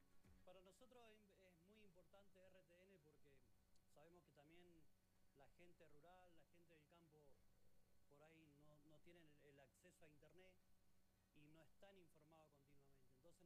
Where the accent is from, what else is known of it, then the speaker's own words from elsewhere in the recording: Las Ovejas, Neuquén, Argentina; soy de Las Ovejas. Estamos acá ubicados en Radio Viva